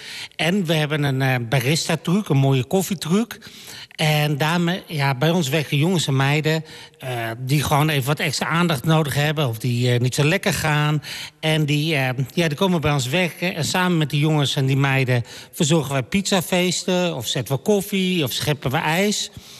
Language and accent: Dutch; Lelystad, Flevoland, Netherlands; En ik ben geboren en getogen hier in Lelystad.